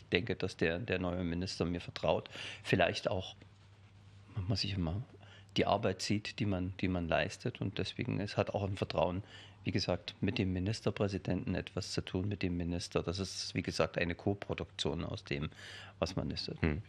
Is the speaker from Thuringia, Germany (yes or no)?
yes; Hirschberg an der Saale, Thuringia, Germany; born there; Also bin gebürtiger Thüringer, bin 1965 in Hirschberg an der Saale geboren, im südöstlichsten Zipfel Thüringens, kann man sagen, genau an der Grenze zwischen Bayern, Thüringen und Sachsen.